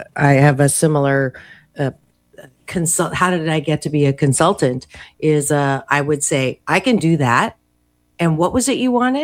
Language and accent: English; Waterloo, Ontario, Canada; born there; I was born in Waterloo.